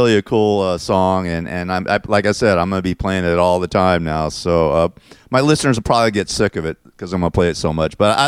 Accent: Los Angeles, California, United States; when I was a kid, when I was a teenager, growing up in Tarzana and Woodland Hills

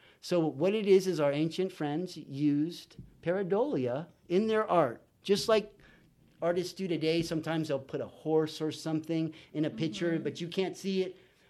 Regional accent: San Bernardino, California, United States; born or raised there; also born or lived in San Felipe, Mexico

